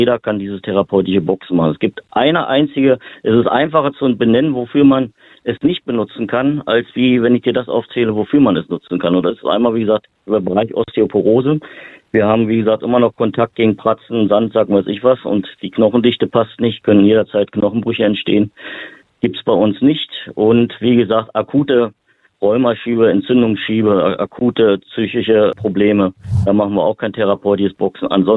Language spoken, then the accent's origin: German; Berlin, Germany; Ich komme aus Berlin